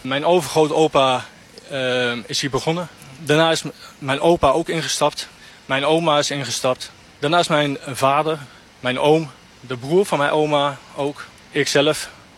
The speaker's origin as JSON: {"language": "Dutch", "town": "Eerbeek", "region": "Gelderland", "country": "Netherlands", "said": "Ik kom zelf uit Eerbeek."}